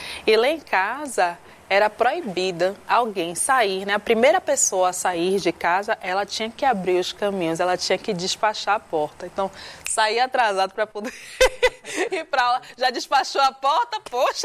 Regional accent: Salvador, Bahia, Brazil; accent: Baiano; e, como vocês podem perceber com o meu sotaque, baiana, soteropolitana, com muito orgulho.

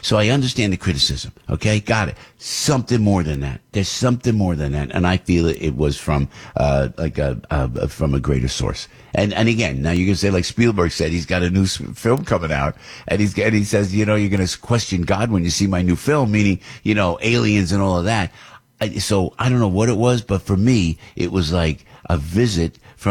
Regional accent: New Jersey, United States; But look, I'm from Jersey, and I'm cynical of everything.

